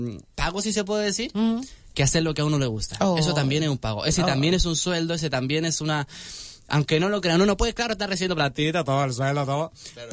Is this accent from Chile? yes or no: yes; Chillán, Ñuble, Chile; accent: Chilean; now in Talca, Chile; Yo soy de acá, de Chillán